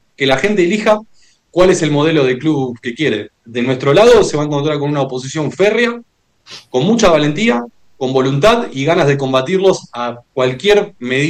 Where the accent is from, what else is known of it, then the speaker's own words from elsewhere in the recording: Tandil, Buenos Aires Province, Argentina; En este momento estoy en Tandil y yo soy oriundo de acá, nacido y criado acá.